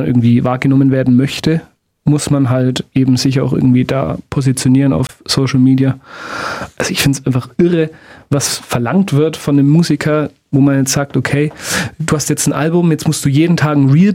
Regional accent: Bavaria, Germany; Also ich bin Mann, ich komme aus Franken

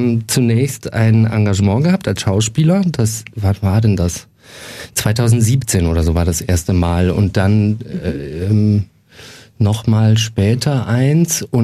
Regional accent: Nuremberg, Bavaria, Germany; now in Munich, Germany; Und ich als Nürnberger wollte mir mal ein eigenes Bild von der Stadt machen, weil es gibt ja so Vorurteile, ja, in Franken, so München gegenüber.

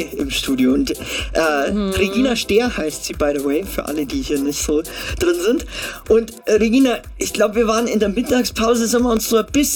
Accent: Munich, Bavaria, Germany; Ich bin ja echt Minga Kinder.

